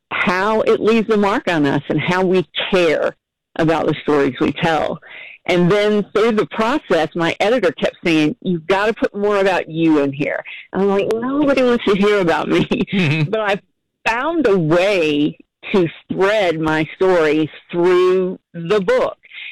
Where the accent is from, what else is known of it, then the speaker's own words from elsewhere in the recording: Campbellsville, Kentucky, United States; moved away; I grew up in Taylor County, Campbellsville, and, you know, there's where my roots are.